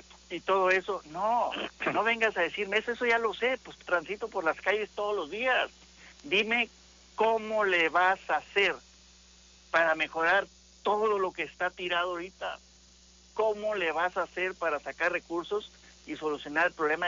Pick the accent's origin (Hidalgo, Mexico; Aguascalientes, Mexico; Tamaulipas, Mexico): Tamaulipas, Mexico; Nosotros como mexicanos, aquí en lo cortito como tamaulipecos